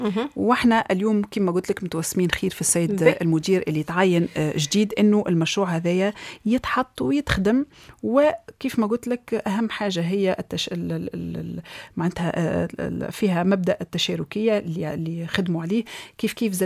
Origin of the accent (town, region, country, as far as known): Tunisia